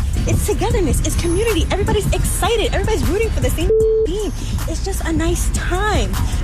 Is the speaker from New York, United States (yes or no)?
yes; New York, United States; I'm from New York.